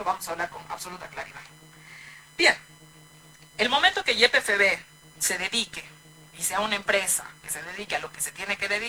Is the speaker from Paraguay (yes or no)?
no; Bolivia